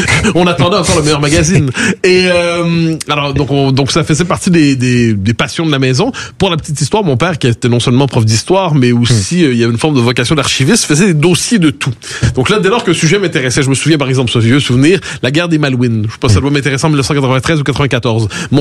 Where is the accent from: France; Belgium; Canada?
Canada; Quebec; il n'y a aucune ambiguïté sur le fait qu'on est Québécois